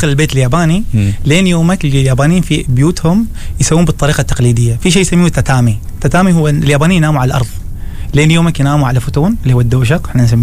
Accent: Oman; also born or lived in Japan; كعمانيين إحنا واجد يهمنا، فأنا قررت إني أرجع عمان

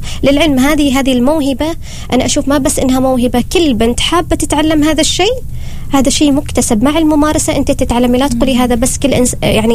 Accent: Oman; خصوصا عندنا في عمان، يعني في عمان عندنا الحنة مرغوب بدرجة كبيرة.

